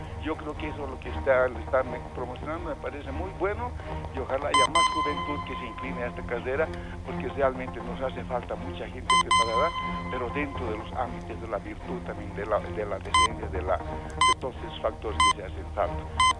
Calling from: La Paz, Bolivia; desde Villa Fátima.

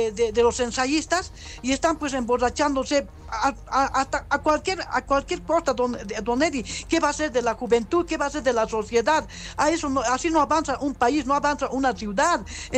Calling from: La Paz, Bolivia; aquí de la ciudad de La Paz y todo el departamento y todo el país

